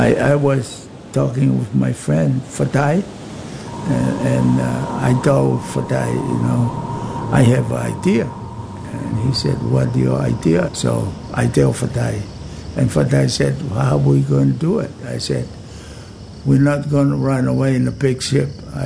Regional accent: Tonga; also born or lived in Mango / Tongatapu; My family is poor. When we growing up in Tonga, we was one of the poor people.

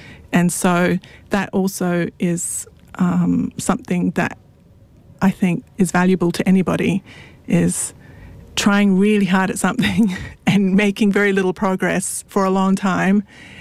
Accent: Tonga; born there; moved away; I was born in Tonga

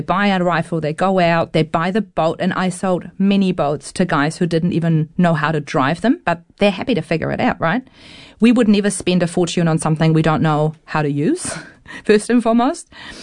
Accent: Germany; English is a second language; moved away as an adult; now in New Zealand; I'm originally from Germany. I came in 2012 to New Zealand

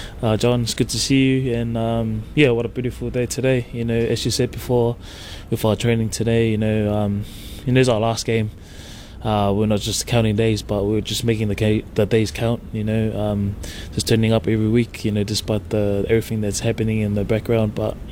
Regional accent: Ireland; You know, it's the dream from me growing up in Ireland, you know, playing club footy

